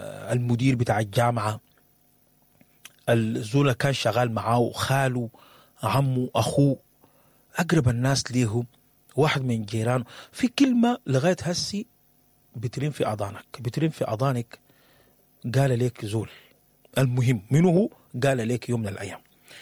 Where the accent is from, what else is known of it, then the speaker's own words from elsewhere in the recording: Sudan; بخصوص بلدنا السودان